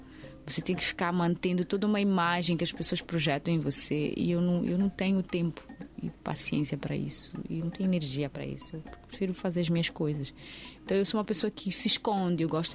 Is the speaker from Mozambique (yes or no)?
yes; Mozambique; Mas eu sou muito moçambicana, moçambicana ferrenha.